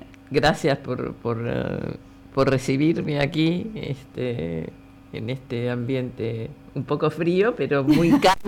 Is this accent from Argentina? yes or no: yes; La Plata, Buenos Aires Province, Argentina; born there; moved away as an adult; Soy de La Plata, nacida aquí. Uh-huh. Y lo que pasa es que he estado mucho tiempo fuera del país.